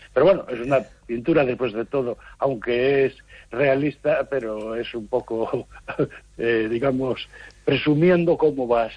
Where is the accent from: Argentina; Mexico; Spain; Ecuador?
Spain; Galicia; Yo, como soy del sur, del Baixo Miño